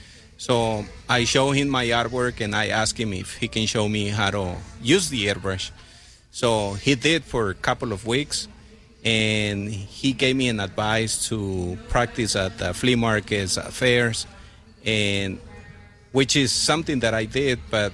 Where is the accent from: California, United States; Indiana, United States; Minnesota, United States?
California, United States; Visalia; I'm from Visalia, California.